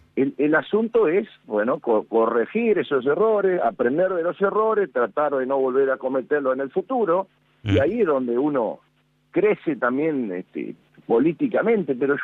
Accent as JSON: {"language": "Spanish", "region": "Formosa", "country": "Argentina", "said": "yo vengo de Formosa"}